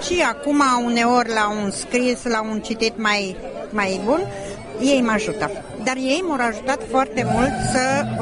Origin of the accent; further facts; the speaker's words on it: Oradea, Bihor County, Romania; Din Oradea, din Oradea.